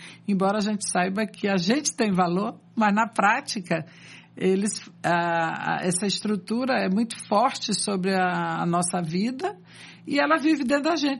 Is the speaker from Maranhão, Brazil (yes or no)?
yes; São Luís, Maranhão, Brazil; also born or lived in São Paulo; now in Recife, Brazil; Eu sou de São Luís do Maranhão. Não sou aqui de Recife, mas já estou adotada, né? Vim para passar uma chuva e virei aqui recifense. E antes também morei em São Paulo um tempo.